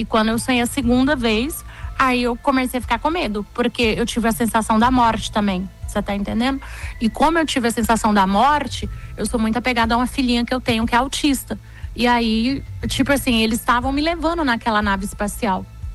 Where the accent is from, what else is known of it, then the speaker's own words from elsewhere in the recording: Brazil; eu sou brasileira